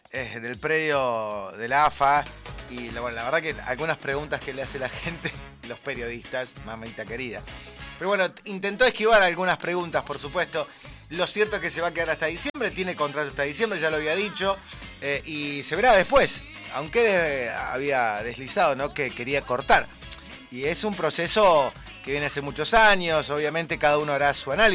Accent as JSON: {"language": "Spanish", "country": "Argentina", "said": "porque somos argentinos"}